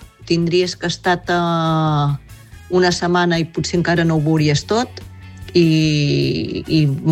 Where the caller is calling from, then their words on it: Montràs, Catalonia, Spain; soc de Montràs.